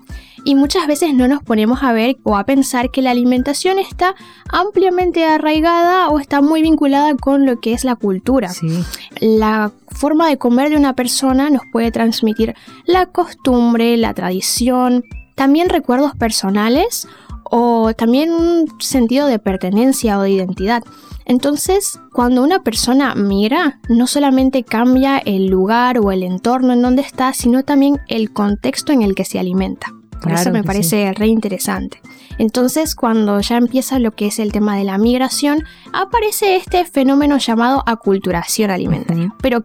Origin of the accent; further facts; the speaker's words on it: Panama; now in Argentina; soy estudiante del quinto año de la licenciatura en nutrición aquí en la Universidad Adventista del Plata y soy de Panamá, Centroamérica, un poco lejos de acá, de Argentina.